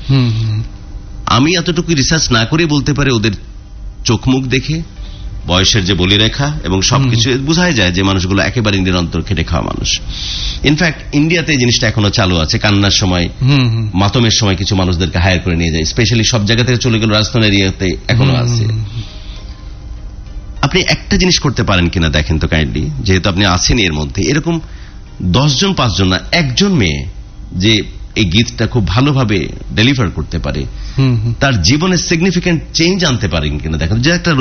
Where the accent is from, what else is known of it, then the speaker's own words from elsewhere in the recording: Bangladesh; একজন বাঙালি হিসাবে বা একজন বাংলাদেশি হিসাবে।